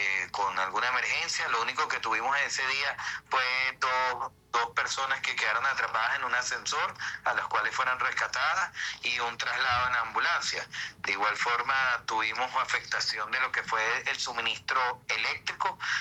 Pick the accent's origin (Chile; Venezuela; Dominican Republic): Venezuela; nosotros como buenos venezolanos y como buenos atillanos